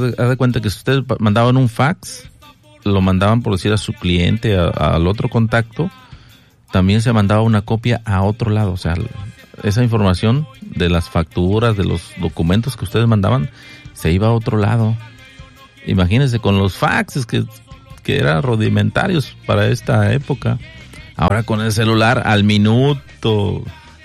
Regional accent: Mexico

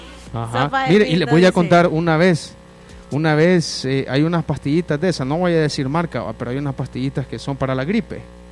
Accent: El Salvador; eso que nosotros como salvadoreños le decimos el mojo

